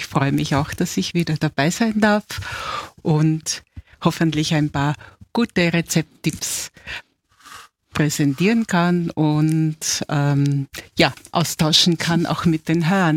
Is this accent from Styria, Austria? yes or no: yes; Styria, Austria; Also ich bin ja aus der Steiermark, war der Kürbis natürlich ein sehr wichtiges Nahrungsmittel